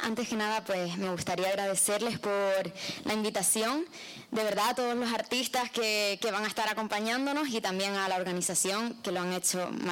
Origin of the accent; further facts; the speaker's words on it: Canary Islands, Spain; me enorgullece como canaria ver que nuestra tierra